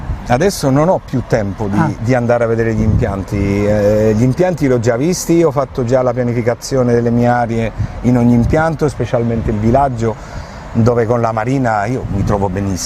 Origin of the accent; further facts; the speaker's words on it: Madrid, Community of Madrid, Spain; Italian is a second language; moved away; also born or lived in United States; Io sono madrilegno, sono di Madrid.